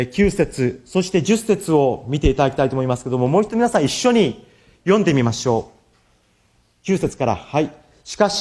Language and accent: Japanese; Tokushima, Japan; born there; 私は徳島で生まれました。